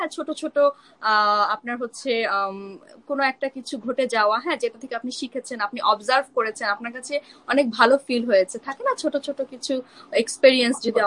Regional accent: Bangladesh; moved away; যেমন আমার ছোটবেলা থেকে আমি যখন বাংলাদেশে ছিলাম, বড় হয়েছি

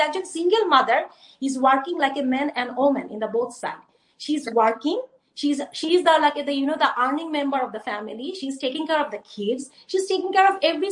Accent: Bangladesh; এখানে আসলে দুটো ব্যাপার আছে, এক হচ্ছে যে আমরা বাংলাদেশি, হ্যাঁ, so we came from like you know একটা ভ্যালুস থেকে, হ্যাঁ, একটা কালচার থেকে। তুমি যদি আমাকে বলো অ্যাজ এ বাংলাদেশি হিসেবে

